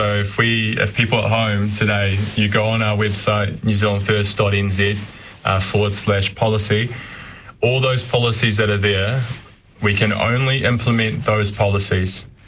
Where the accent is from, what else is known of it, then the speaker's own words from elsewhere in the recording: Canterbury, New Zealand; So I grew up in Yolchurst. I had my childhood all throughout the Wigram electorate, and very early on, I became quite disenchanted because of the earthquakes, and it was a massive event here.